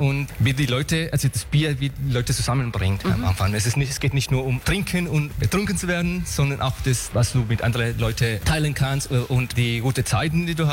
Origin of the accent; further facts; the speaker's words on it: Mexico; German is a second language; moved away as an adult; now in Germany; ich komme aus Mexiko